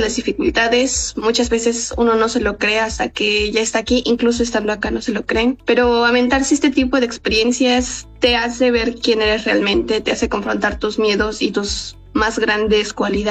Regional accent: Mexico; now in Germany; Creo que como mexicanos tenemos muchas cosas distintas, sobre todo a la cultura alemana.

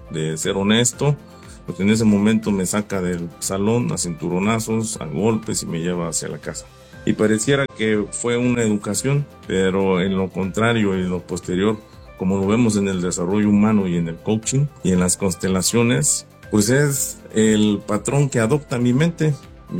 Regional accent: Tlapa de Comonfort, Guerrero, Mexico; born or raised there

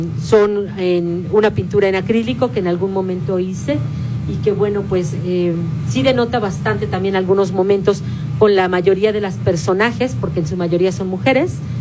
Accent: Mexico City, Mexico; born there; also born or lived in Oaxaca; Yo soy, oaxaqueña, ¿no? Nacida en la Ciudad de México, de padre oaxaqueño, madre también oaxaqueña adoptiva.

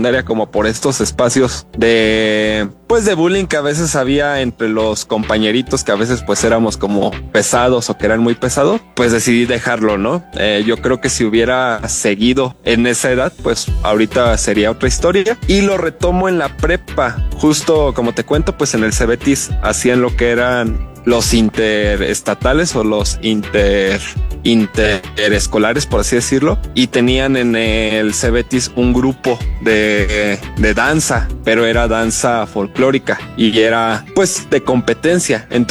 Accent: Tulancingo de Bravo, Hidalgo, Mexico; yo soy originario de Tulancingo de Bravo Hidalgo, justamente de Medias Tierras, que está entre Tulancingo y Santiago.

